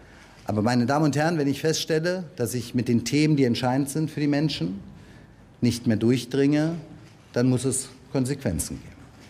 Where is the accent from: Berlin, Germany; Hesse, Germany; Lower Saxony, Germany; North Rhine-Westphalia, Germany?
Berlin, Germany; Es war mir eine große Ehre, für meine Heimatstadt, für mein Berlin, für die Berlinerinnen und Berliner arbeiten zu dürfen.